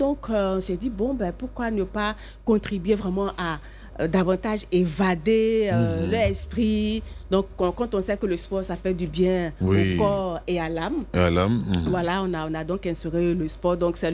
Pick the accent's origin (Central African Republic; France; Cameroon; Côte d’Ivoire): Côte d’Ivoire; moi, je suis de la Côte d'Ivoire